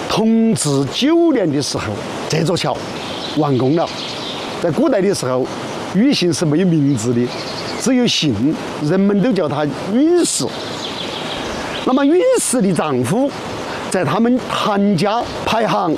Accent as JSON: {"language": "Chinese", "region": "Sichuan", "country": "China", "said": "我们四川话有时叫五娘"}